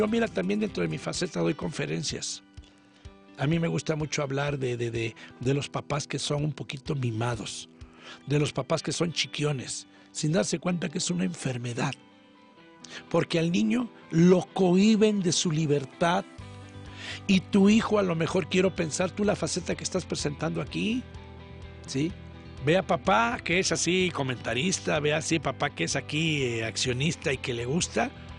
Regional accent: Mexico City, Mexico; also born or lived in Tuxtepec; Yo soy de México, la Ciudad de México allá. Pero pues tuve la bendición de ir a vivirme allá a Tuxtepec por mis padres.

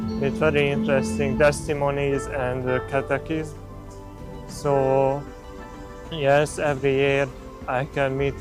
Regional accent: Hungary; English is a second language; I come from Hungary. This is my first time in Medjugorje, in Mladifest. Usually I come with the group of my diocese.

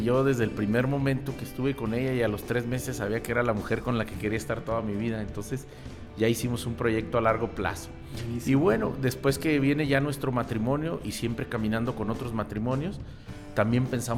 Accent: Guadalajara, Jalisco, Mexico; born or raised there

